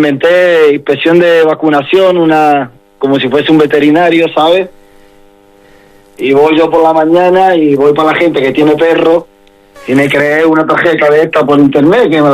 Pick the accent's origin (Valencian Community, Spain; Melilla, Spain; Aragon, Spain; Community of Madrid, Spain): Melilla, Spain; accent: Melillense; yo creo que nuestro acento melillense a la hora de hablar, no sé, me resulta mucho más gracioso que los demás, no porque sea de Melilla, sino porque es una mezcla